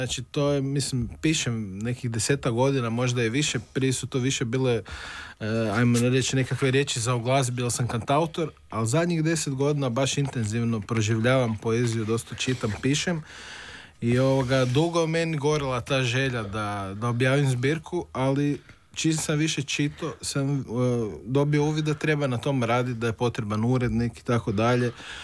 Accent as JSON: {"language": "Croatian", "town": "Jastrebarsko", "region": "Zagreb County", "country": "Croatia", "tie": "born or raised there", "said": "Ja sam odrastao u Jastrebarskom"}